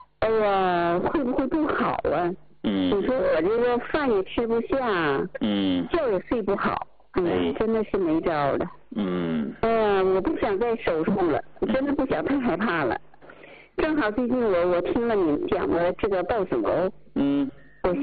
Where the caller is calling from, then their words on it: Shenyang, Liaoning, China; 我家是沈阳的。